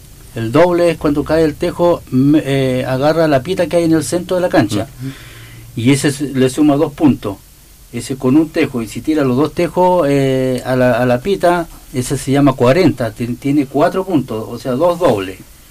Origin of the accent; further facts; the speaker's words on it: Rupanco, Los Lagos, Chile; yo venía viajando para acá, porque yo soy de Sahue Rupanco, de aquí a 17 kilómetros de Entre Lagos